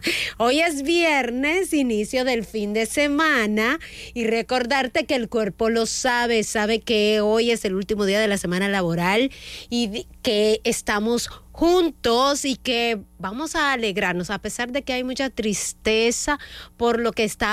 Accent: Dominican Republic; born there; Yo de verdad soy venezolana de corazón, aunque no nací en Venezuela, nací acá en República Dominicana, pero me siento muy venezolana

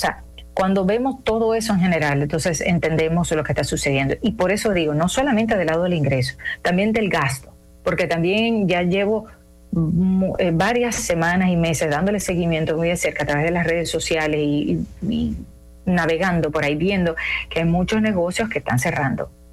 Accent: Dominican Republic; esa resiliencia nos marca como dominicanos.

